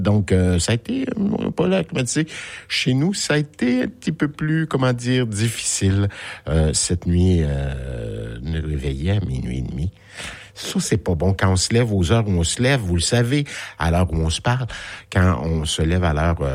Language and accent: French; Drummondville, Quebec, Canada; ça a commencé dans mon patelin à Drummondville